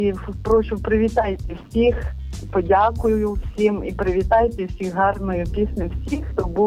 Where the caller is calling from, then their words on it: Zhovteve, Khmelnytskyi Oblast, Ukraine; Я з Кам'янця-Подільського, село Жовтеве. Це по-старому називалося, Мукшинська.